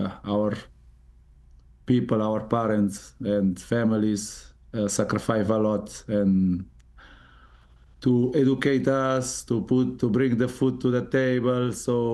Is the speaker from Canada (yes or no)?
no; Cape Verde; we used to say we are from Cape Verde, but or Cabo Verde